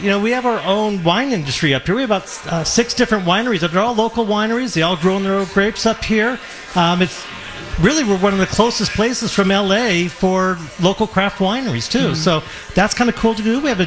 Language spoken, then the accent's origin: English; Los Angeles, California, United States; moved away as an adult; also born or lived in Orange County, California; I was born and raised down in the San Fernando Valley.